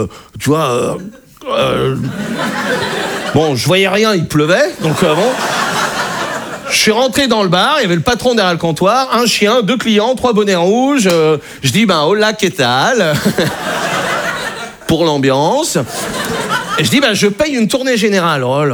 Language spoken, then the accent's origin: French; Brittany, France